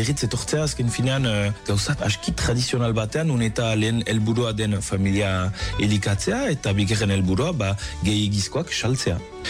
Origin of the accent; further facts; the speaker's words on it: Bayonne, Nouvelle-Aquitaine, France; Azken finean, Baionakoa naiz, eta bo, garai batez barri izan dut urrundu Baionatik